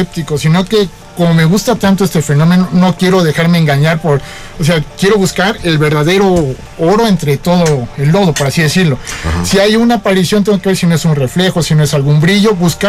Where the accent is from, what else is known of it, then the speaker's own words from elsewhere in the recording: Cozumel, Quintana Roo, Mexico; No, yo soy de Quintana Roo, de Cozumel.